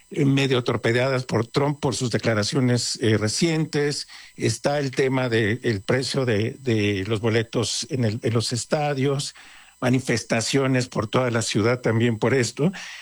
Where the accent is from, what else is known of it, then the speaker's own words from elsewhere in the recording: Mexico; También tuvimos la oportunidad, como mexicanos, de celebrar a dos grandes héroes como Julián Quiñones y específicamente Raúl Jiménez.